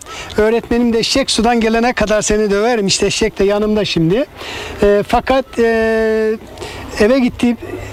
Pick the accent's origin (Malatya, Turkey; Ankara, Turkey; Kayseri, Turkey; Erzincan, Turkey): Erzincan, Turkey; Ben Erzincanlıyım. O yıllarda, çocukluk yıllarımda bir hayal kurdum.